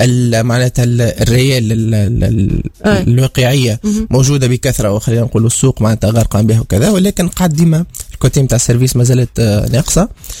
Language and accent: Arabic; Tunisia; اللي عندنا في تونس